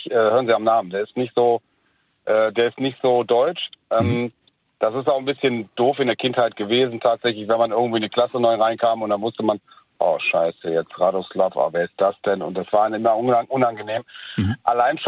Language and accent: German; Serbia; Ich bin selber Serbe und es gibt also serbischstämmig